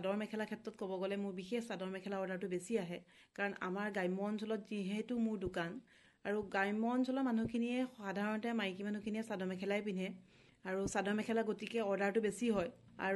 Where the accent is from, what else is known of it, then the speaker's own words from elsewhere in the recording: Nanoi Teliya, Assam, India; মই নগাঁও জিলাৰ ননৈ তেলিয়া গাঁৱৰ ছোৱালী আৰু একেবাৰে ওচৰতে থকা বাদলগাঁৱৰ মই বোৱাৰী।